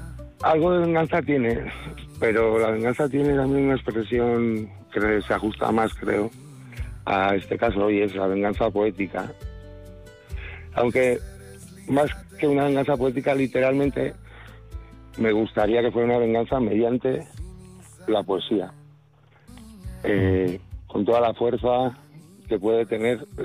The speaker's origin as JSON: {"language": "Spanish", "region": "Basque Country", "country": "Spain", "also_born_or_lived": "Portugal", "said": "Yo me considero portugués, euskaldun"}